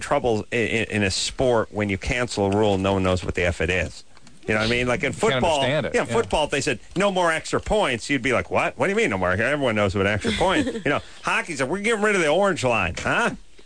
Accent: North Hollywood, California, United States; No, I'm from North Hollywood.

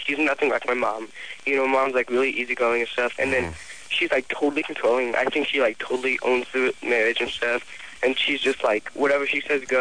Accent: Israel; I was actually from Israel.

